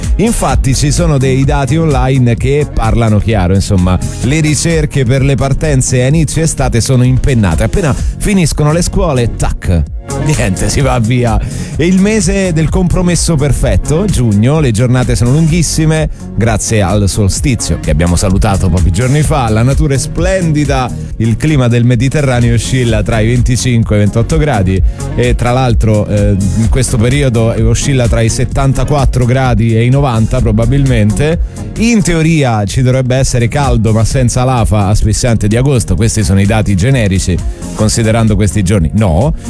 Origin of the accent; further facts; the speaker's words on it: Trentino-Alto Adige, Italy; come si dice dalle mie parti in Trentino